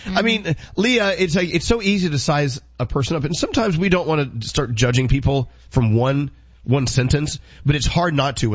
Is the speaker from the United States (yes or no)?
yes; Brooklyn, New York, United States; We're from Brooklyn. We scream.